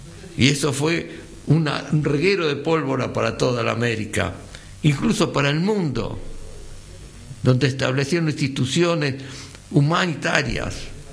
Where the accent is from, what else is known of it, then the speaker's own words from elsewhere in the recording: Argentina; lo que somos capaces los argentinos, lo que somos capaces los criollos.